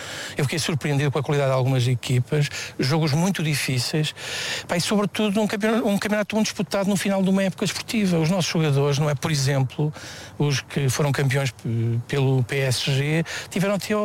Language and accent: Portuguese; Portugal; Custa-me, como português, não reconhecer as qualidades que eles têm e o legado que ele nos deixou.